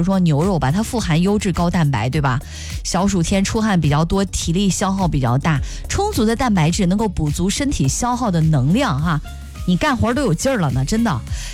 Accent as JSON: {"language": "Chinese", "region": "Henan", "country": "China", "said": "夏天的时候我们河南人餐桌真是少不了一些凉菜"}